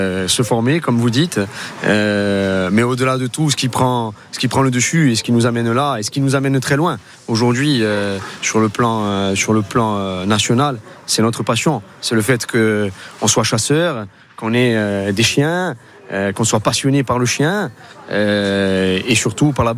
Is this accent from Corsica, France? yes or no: yes; Poggiolo, Corsica, France; Je suis de Poggiolo, c'est un village, un petit village qui est à côté de Guagno et de Sauce.